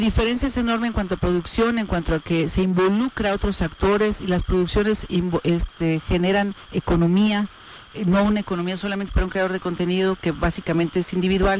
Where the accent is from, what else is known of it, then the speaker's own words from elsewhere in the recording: Oaxaca, Mexico; como oaxaqueños nosotros tengamos la certeza de que se tiene que ocupar nuestro talento